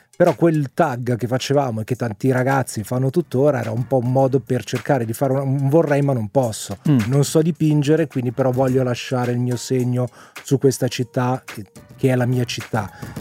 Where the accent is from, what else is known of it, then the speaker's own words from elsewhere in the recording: Monza, Lombardy, Italy; io sono nato e cresciuto a Monza